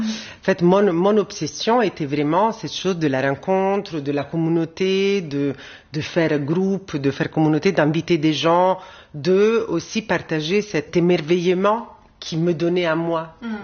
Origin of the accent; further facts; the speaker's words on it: Rome, Lazio, Italy; French is a second language; moved away; Moi, j'ai grandi à Rome. Et j'étais adolescente, disons, dans les années 90.